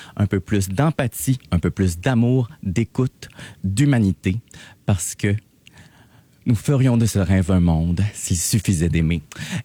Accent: Quebec, Canada; Moi, j'avais un grand sentiment de fierté d'être Québécois.

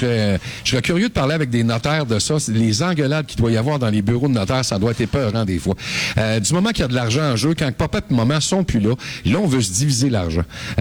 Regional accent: Quebec, Canada

